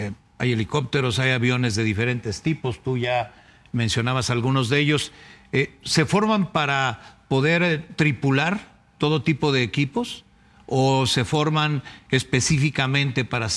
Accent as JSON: {"language": "Spanish", "region": "Mexico City", "country": "Mexico", "said": "Tú eres chilango como yo"}